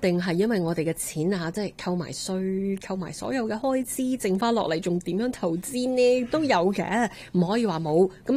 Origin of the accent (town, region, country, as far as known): Canada